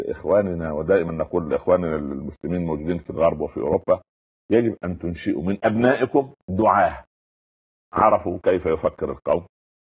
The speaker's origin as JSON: {"language": "Arabic", "country": "Egypt", "said": "احنا يعني الناس المصريين"}